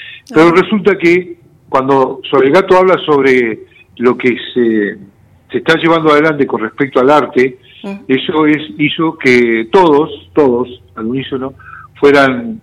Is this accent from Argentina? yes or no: yes; Neuquén, Argentina; Y yo tengo, si yo vengo de Neuquén, en Neuquén tengo en el barrio Melipal tengo un dinosaurio